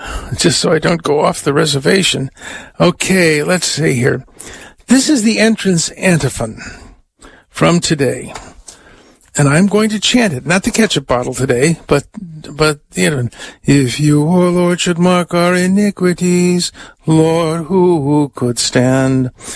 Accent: United States; I have a German background, and I'm an American

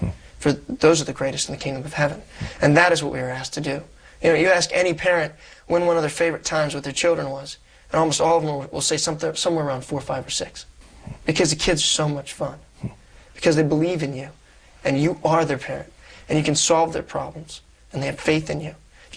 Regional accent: Columbus, Ohio, United States; Born and raised in Columbus, Ohio.

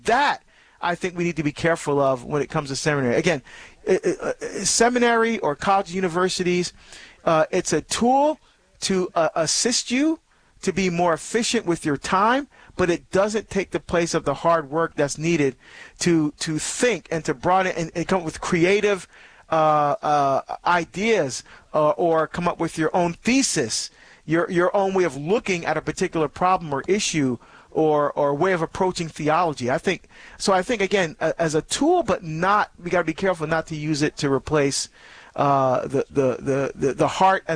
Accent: New Jersey, United States; Well, I tell you, my home state of New Jersey is running the table today on the calls.

